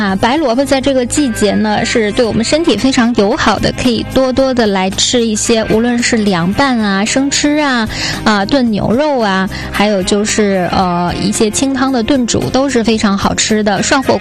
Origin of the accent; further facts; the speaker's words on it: Northeast China, China; 所以说其实我们东北人对茄子的这个喜欢那自不必多说了